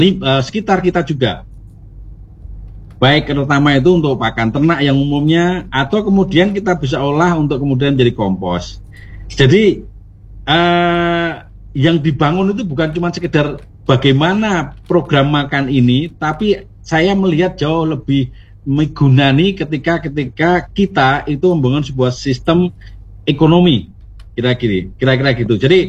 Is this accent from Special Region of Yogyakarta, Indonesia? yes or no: yes; Bantul, Special Region of Yogyakarta, Indonesia; Karena saya orang Bantul